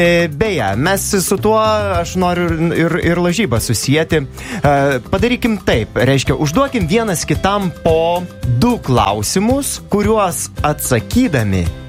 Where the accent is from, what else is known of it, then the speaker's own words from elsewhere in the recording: Dzūkija, Lithuania; born there; gimiau pačiame gražiausiame rajone Dzūkijos širdyje.